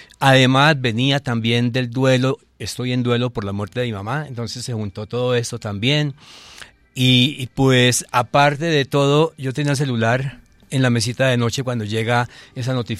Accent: Manizales, Caldas, Colombia; Cuando no, resulta Manizales, que es mi tierra donde nací, la catedral donde me bautizaron, pues sufrió todos esos daños.

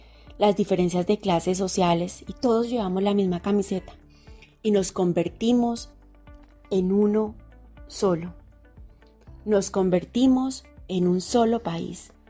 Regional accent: Colombia; esta experiencia que hemos vivido como colombianos, como país

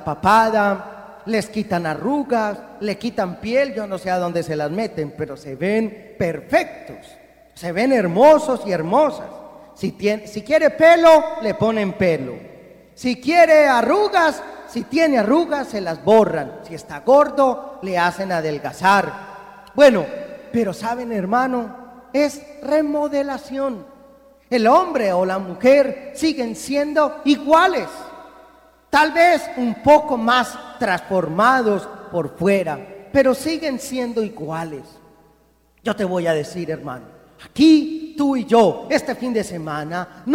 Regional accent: Colombia; En Colombia decimos latonería y pintura

